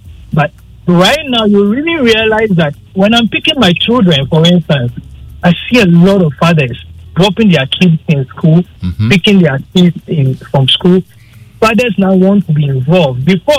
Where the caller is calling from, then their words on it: Canada; I'm calling from Canada.